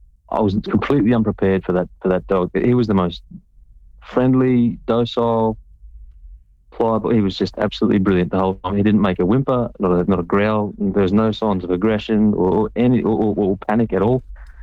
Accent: Queensland, Australia; moved away as an adult; now in Northumberland, United Kingdom; I'm from North Queensland, on the east coast, right up in the tropics.

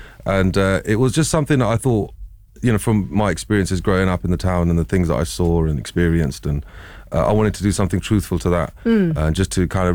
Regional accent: Hounslow, London, United Kingdom; Well, I mean, obviously I was born in Hounslow and raised in Hounslow and, you know, through and through, probably 38 odd years.

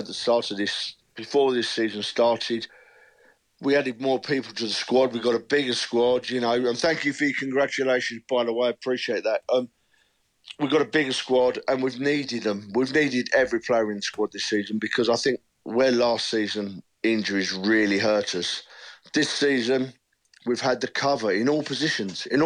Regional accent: London, United Kingdom; moved away as an adult; I live outside London now, so I was born and raised in North London, but I'm outside London now

